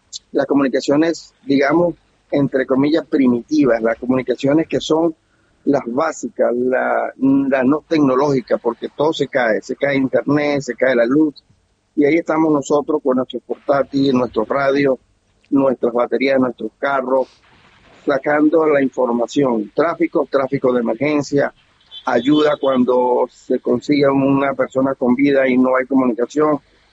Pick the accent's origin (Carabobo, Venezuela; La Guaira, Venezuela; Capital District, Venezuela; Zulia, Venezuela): La Guaira, Venezuela; soy residente del estado de La Guaira